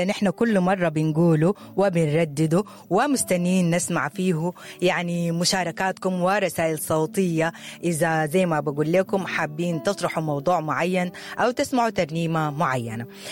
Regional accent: Sudan; بلدنا السودان

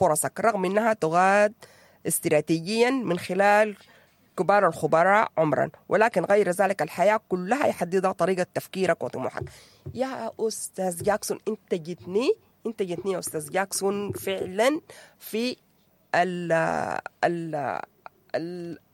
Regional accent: Sudan

